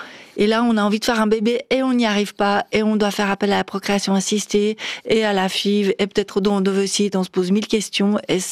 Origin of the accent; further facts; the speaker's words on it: Lausanne, Vaud, Switzerland; Je pense que c'est parce qu'on est de Lausanne, on vit à Lausanne, on a le lac et cette beauté incroyable qui nous saute à la figure tous les jours